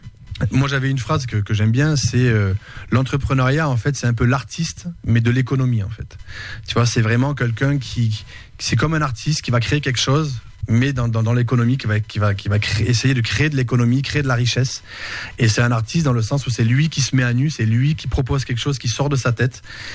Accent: Mirepoix, Occitanie, France; moved away as an adult; also born or lived in Toulouse / Chicago / Miami; Non mais je suis parti de Mirepoix en Ariège. J'ai fait Mirepoix, Toulouse, Chicago, Miami. Bon. Et je parlais pas l'anglais.

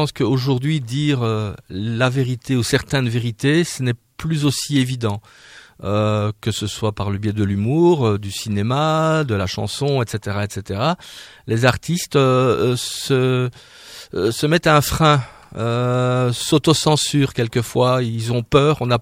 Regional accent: Belgium; Non seulement je suis belge, mais en plus j'ai été militaire.

